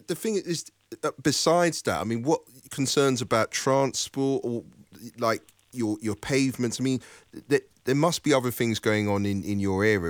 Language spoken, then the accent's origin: English; London, United Kingdom; So I'm a Londoner.